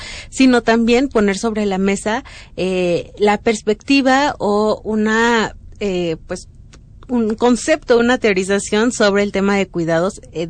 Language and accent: Spanish; Hidalgo, Mexico; now in Mexico City, Mexico; Soy de Hidalgo, soy originaria de ¿dónde eres? Soy originaria de la comunidad del Mejay, en el Valle del Mezquital, y migré acá a la Ciudad de México desde hace más de 15 años, entonces también ya soy un poco también de acá de la Ciudad de México.